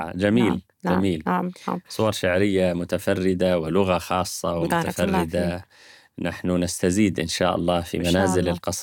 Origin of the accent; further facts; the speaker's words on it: Syria; ونحن كسوريين نفخر بك